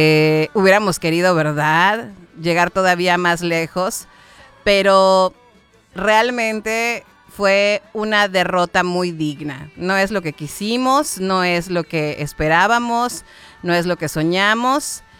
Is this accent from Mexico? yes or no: yes; Mexico; nosotros como mexicanos lo dejamos todo, absolutamente todo.